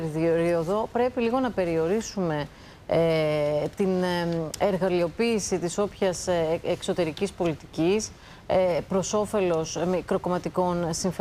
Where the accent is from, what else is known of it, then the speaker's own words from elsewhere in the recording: Greece; Νομίζω ότι εμένα προσωπικά με απογοητεύει ως Ελληνίδα.